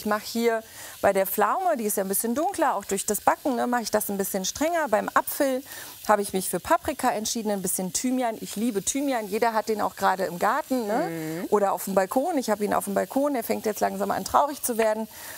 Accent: Berlin, Germany; Ich bin ja Berlinerin. Das ist genetisch, dass wir Currywurst lieben.

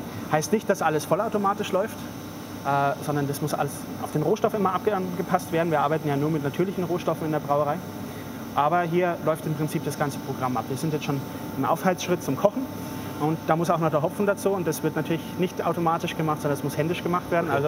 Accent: Bavaria, Germany; moved away as an adult; now in Hesse, Germany; Aus Oberbayern, aus der Nähe von München.

